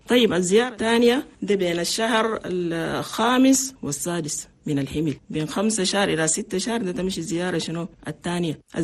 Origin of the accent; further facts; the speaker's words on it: Chad; لأن نحن عندنا في تشاد نسبة موت عن الأمهات اللي بموتوا فيه والودة كتير مرة واحد